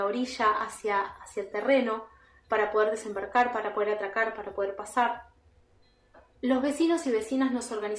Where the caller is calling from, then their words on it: Dique Luján, Buenos Aires Province, Argentina; Yo vivo en Dique Luján, que es un pueblo en el partido de Tigre, frente a la primera sección de islas del Delta del Paraná, que es un paraíso en el mundo